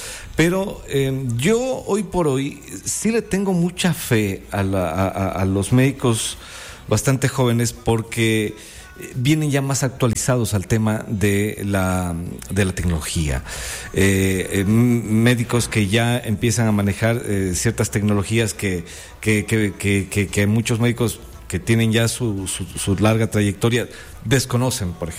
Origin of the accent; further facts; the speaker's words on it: Cuenca, Azuay, Ecuador; now in Loja, Ecuador; soy cuencano